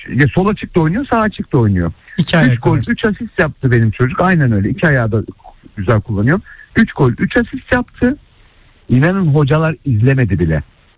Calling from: Istanbul, Turkey; ben İstanbul'dan.

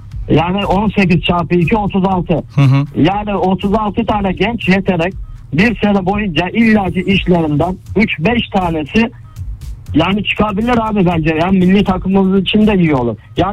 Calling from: Istanbul, Turkey; Ben İstanbul'dan

